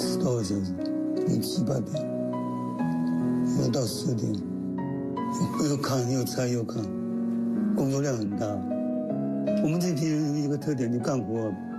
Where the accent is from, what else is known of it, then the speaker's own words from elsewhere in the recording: Chaoshan, Guangdong, China; moved away; also born or lived in Beijing / Fujian; 我离开家乡时间很长嘛。我虽然是潮汕人，但是我在北京念书5年，我也在福建工作这么68年